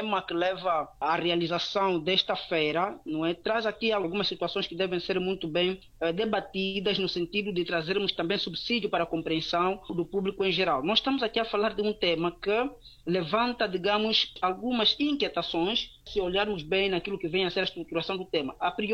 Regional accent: Angola; porque enquanto angolanos que somos

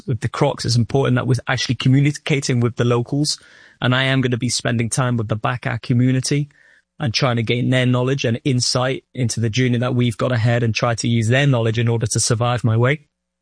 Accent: Old Colwyn, Wales, United Kingdom; born or raised there

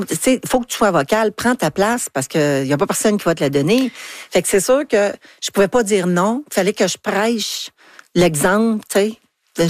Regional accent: Montreal, Quebec, Canada; C'était chez nous, mon patelin, les gens que je connaissais, les organismes que je connaissais

